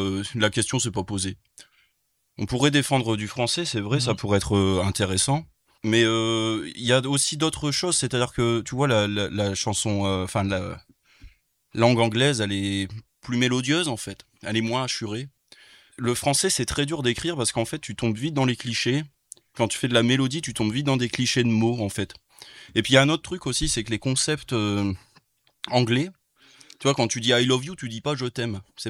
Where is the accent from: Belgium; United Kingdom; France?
France; Nous on est français, donc en fait on n'a pas ce recul là